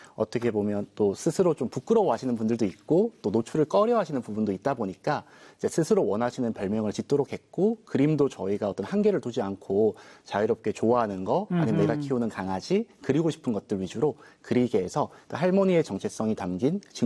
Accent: Sangju, North Gyeongsang, South Korea; 제가 나고 자란 고향입니다

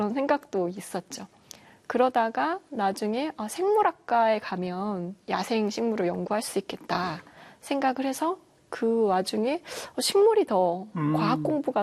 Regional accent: South Gyeongsang, South Korea; 경남에서 주로 컸는데, 이사를 워낙 많이 다녀서, 네. 그런데 전부 다 진짜 시골이었어요.

